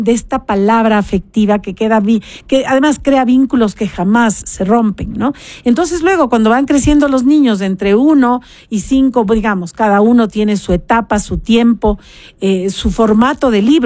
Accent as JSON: {"language": "Spanish", "town": "Cuenca", "region": "Azuay", "country": "Ecuador", "tie": "born there", "moved": "yes", "lives_now": "Quito, Ecuador", "said": "yo nací en Cuenca, pero vivo en Quito más de 40 años."}